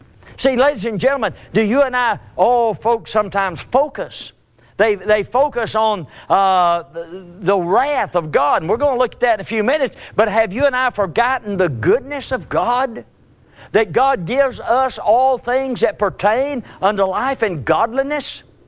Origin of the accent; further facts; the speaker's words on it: Chattanooga, Tennessee, United States; I was, of course, growing up in Chattanooga, Tennessee